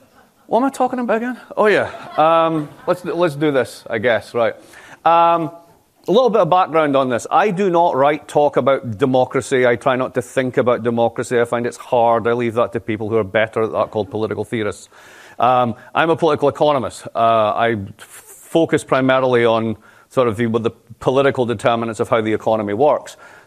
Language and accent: English; Dundee, Scotland, United Kingdom; I grew up in Dundee in Scotland. Dundee was the first city in the Western Hemisphere to deindustrialise.